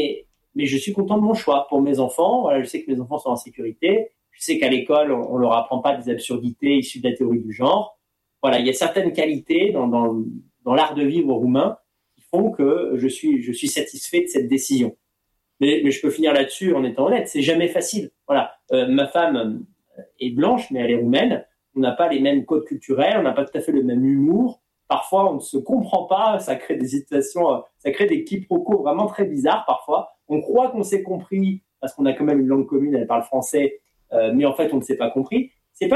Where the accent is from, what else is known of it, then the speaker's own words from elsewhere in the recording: France; moved away as an adult; now in Romania; j'ai les mêmes références culturelles que mes amis français, dire franco-français. Évidemment, j'ai plus de culture française que de culture italienne, parce que j'ai toujours vécu dans ce pays.